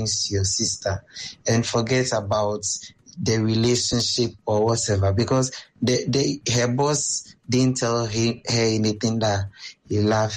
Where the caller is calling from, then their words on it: Jamestown, Greater Accra, Ghana; I'm speaking from Jamestown.